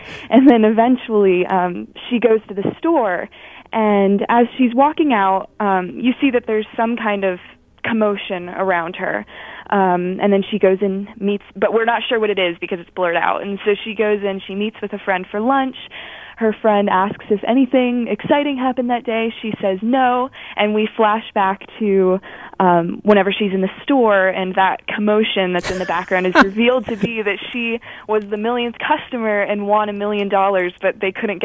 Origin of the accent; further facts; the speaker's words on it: Bridgeville, Pennsylvania, United States; I'm from Bridgeville, about 20 minutes out of Pittsburgh.